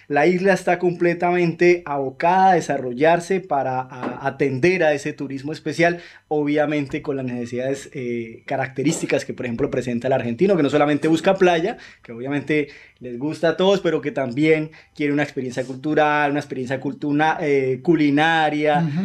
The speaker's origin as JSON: {"language": "Spanish", "country": "Colombia", "said": "como colombiano que soy"}